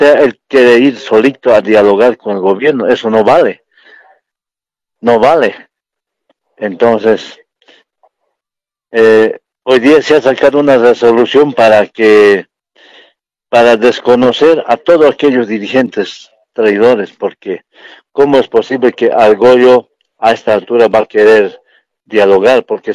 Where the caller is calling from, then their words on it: Villa Rivero, Cochabamba, Bolivia; de aquí, de Villa Rivero.